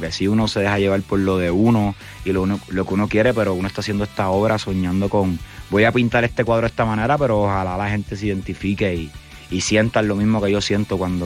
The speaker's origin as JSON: {"language": "Spanish", "country": "Puerto Rico", "said": "yo soy de Puerto Rico y amo el reggaetón"}